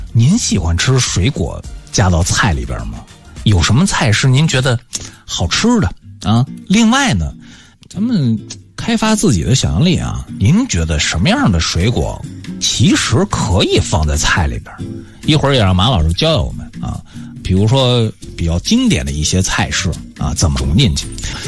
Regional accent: northern China, China; 因为我作为一个北方人来讲，还是喜欢那种口味稍微重一点的

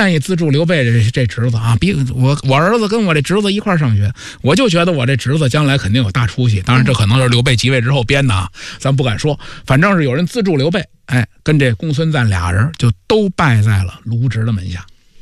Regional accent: Zhuozhou, Hebei, China; 我老家是涿州的，

